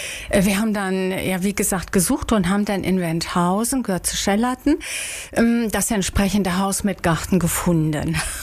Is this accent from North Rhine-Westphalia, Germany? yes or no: yes; Wuppertal, North Rhine-Westphalia, Germany; Ich habe meine Kindheit am Rande von Wuppertal bei Düsseldorf verbracht